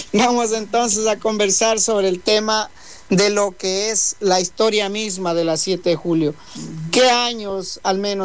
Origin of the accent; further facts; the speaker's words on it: Santo Domingo, Santo Domingo de los Tsáchilas, Ecuador; moved away; Ay, también yo vine de allá, vea. Tantas cosas que coinciden. Yo también vine de Santo Domingo en el año 2000.